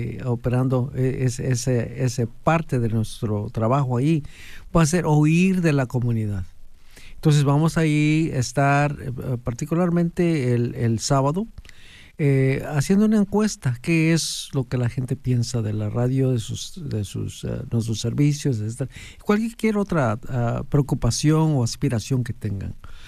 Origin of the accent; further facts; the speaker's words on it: Tequistepec, Oaxaca, Mexico; Nos definimos como pueblo, y en mi pueblo ahí de Tequistepec es la música lo que nos une, aparte de la iglesia, ¿no?